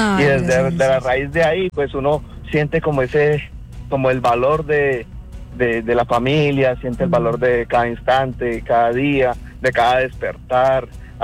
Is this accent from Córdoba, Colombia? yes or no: no; Bucaramanga, Santander, Colombia; Entonces, imagínate, mis papás están en Colombia, en Bucaramanga, exactamente, yo soy de Bucaramanga.